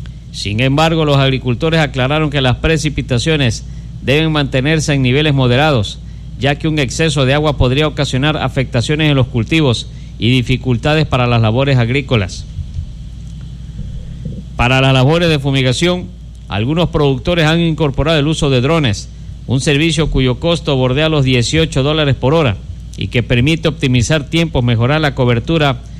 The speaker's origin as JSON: {"language": "Spanish", "region": "Los Ríos", "country": "Ecuador", "said": "Nuestra bendita provincia de Los Ríos, bendito suelo."}